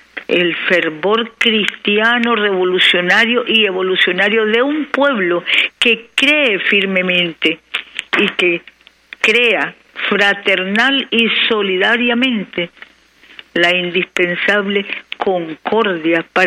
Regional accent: Nicaragua; Somos nicaragüenses

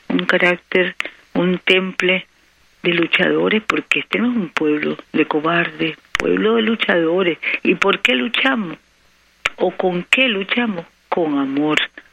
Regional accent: Nicaragua; nuestro patrimonio heroico como familias nicaragüenses

